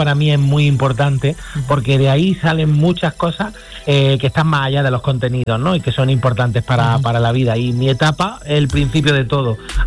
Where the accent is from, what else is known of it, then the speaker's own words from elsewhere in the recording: Jaén, Andalusia, Spain; llevar por delante a mi tierra, Jaén